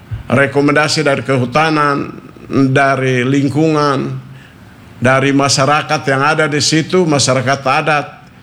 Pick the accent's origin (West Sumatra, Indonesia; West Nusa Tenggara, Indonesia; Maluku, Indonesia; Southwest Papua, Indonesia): Southwest Papua, Indonesia; Sorong; Karena saya juga besar lahir di Sorong ini